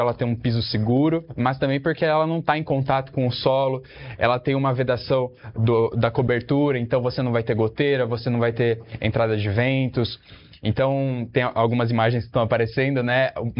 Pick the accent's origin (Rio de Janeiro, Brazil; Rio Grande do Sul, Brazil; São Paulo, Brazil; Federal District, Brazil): São Paulo, Brazil; Eu fui criado na Zona Oeste, região próxima ali de Pinheiros, então é uma realidade totalmente distante da minha.